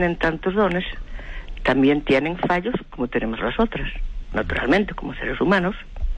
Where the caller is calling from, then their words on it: Lugo, Galicia, Spain; Llamo desde Lugo.